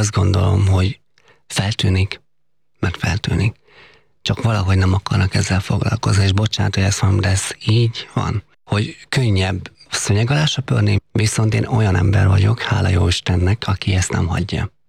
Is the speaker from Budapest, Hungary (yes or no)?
no; Heves, Hungary; Én Heves megyében nőttem föl. Az ottani rokonok vették meg a legtöbben